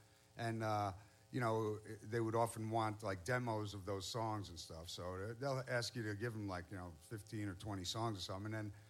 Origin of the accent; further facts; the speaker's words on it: Ypsilanti, Michigan, United States; This is about my hometown of Ypsilanti, Michigan.